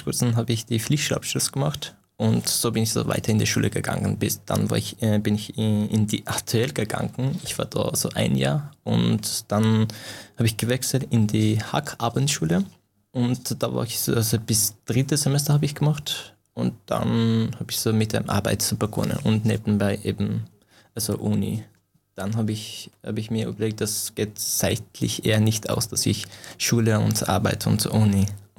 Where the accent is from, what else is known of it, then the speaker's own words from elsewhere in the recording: Afghanistan; also born or lived in Iran; now in Austria; ich komme ursprünglich aus Afghanistan, ich fühle mich dabei ein bisschen noch so wohl, als ich im Iran, wenn jemand mich fragt, wo kommst du, dann ist es schwer zu beantworten.